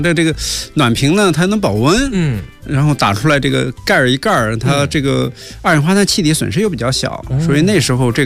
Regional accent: Shangqiu, Henan, China; moved away; 那时候我老家在河南商丘，

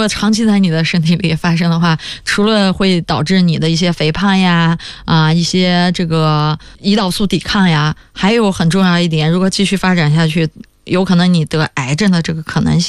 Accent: northern China, China; 我因为从小在北方。长大

